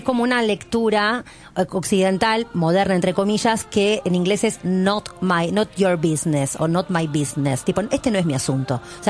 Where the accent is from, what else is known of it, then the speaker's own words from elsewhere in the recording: Argentina; nosotros como argentinos